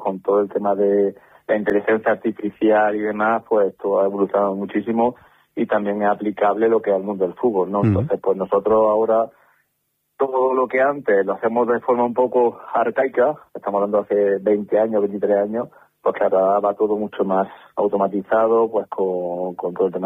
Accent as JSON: {"language": "Spanish", "town": "Linares", "region": "Andalusia", "country": "Spain", "moved": "yes", "said": "para mi tierra. Para mi ciudad, la que represento allá donde voy, mi Linares"}